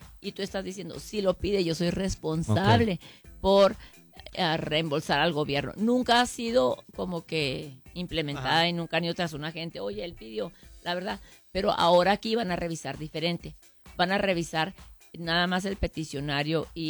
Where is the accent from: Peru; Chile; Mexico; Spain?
Mexico; now in United States; así somos los mexicanos